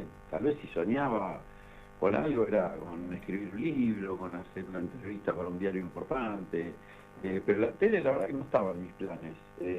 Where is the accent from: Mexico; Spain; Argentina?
Argentina; Rufino, Santa Fe; moved away; Yo soy del interior, de Rufino.